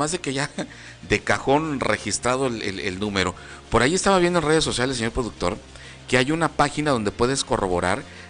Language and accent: Spanish; Mexico